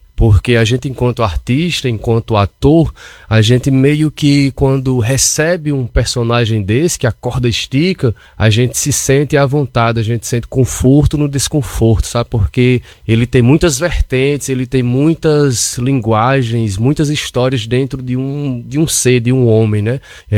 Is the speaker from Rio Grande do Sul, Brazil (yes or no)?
no; Mossoró, Rio Grande do Norte, Brazil; eu nasci lá na Baixinha, no Abolição 1, e eu dançava na quadrilha Zé Matutinho.